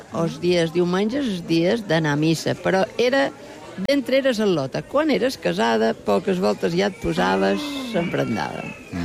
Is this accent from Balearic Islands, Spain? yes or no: yes; Santa Gertrudis, Balearic Islands, Spain; born there; Sí, jo he nascut a Santa Gertrudis.